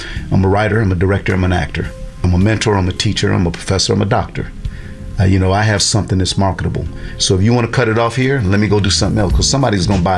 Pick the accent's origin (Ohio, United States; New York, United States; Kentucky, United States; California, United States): New York, United States; Lackawanna; my uncles and people that lived in the rooming house I grew up with in Lackawanna.